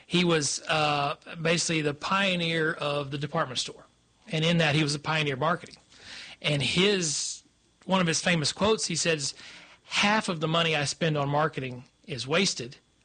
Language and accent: English; Kentucky, United States; moved away as an adult; now in Wilson County, United States; I grew up right outside of Owensboro, Kentucky. Went to school at Western Kentucky University. I've been in Wilson County for, halfway into 26 now, so about 26 years I've been in Wilson County.